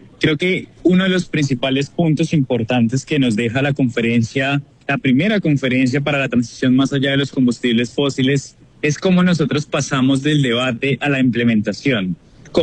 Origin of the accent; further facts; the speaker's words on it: Colombia; nos permite como colombianos